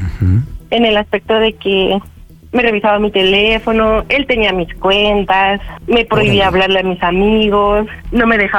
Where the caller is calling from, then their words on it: Álvaro Obregón, Mexico City, Mexico; Tengo 22 y soy de la Álvaro Obregón.